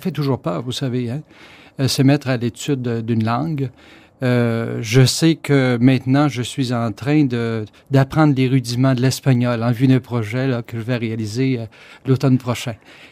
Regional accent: Saint-Damien, Quebec, Canada; Donc, je suis natif de Saint-Damien, de parents qui n'étaient pas fortunés.

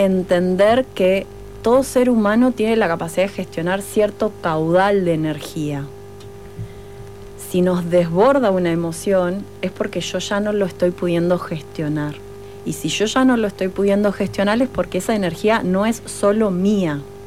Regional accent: Montevideo, Uruguay; empecé Montevideo, yo que vengo de Montevideo, también era mucha la tristeza.

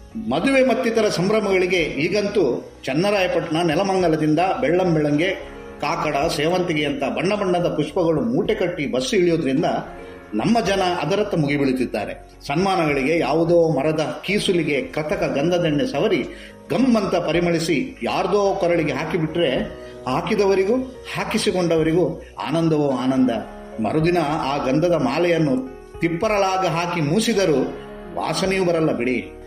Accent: Shankarapura, Karnataka, India; ಇದು ನನ್ನೂರ ಶಂಕರಪುರದ ಹೆಮ್ಮೆಯ ಮಲ್ಲಿಗೆ.

